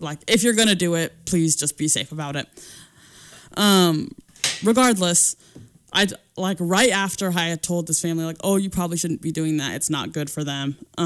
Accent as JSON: {"language": "English", "region": "California", "country": "United States", "moved": "yes", "lives_now": "Spokane, United States", "said": "I have a summer birthday. I'm from California."}